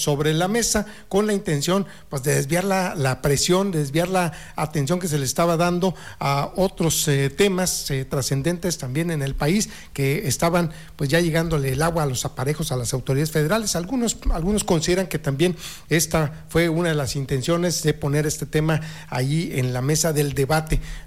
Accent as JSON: {"language": "Spanish", "country": "Mexico"}